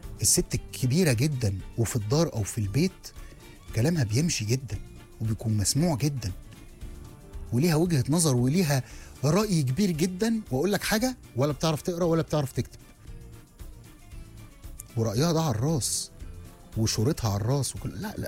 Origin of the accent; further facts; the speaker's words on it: Sohag Governorate, Egypt; ما احنا صعيدة، ما انا من سوهاج انا كمان.